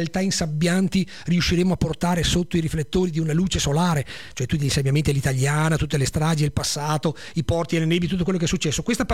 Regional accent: Veneto, Italy; sindaco di una realtà paesaggistica in provincia di Treviso, alle nostre parti

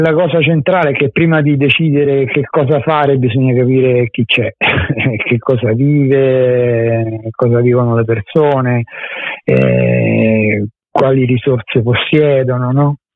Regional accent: Rome, Lazio, Italy; moved away as an adult; also born or lived in Milan; now in Arquata del Tronto, Italy; Io sono nato e cresciuto a Roma

